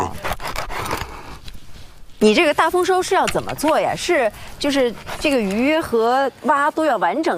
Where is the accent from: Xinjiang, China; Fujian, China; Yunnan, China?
Yunnan, China; 咱们云南人